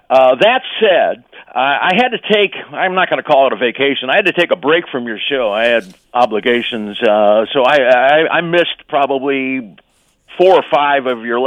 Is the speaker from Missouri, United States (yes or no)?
yes; St. Louis, Missouri, United States; growing up in St. Louis, I never got to hear his show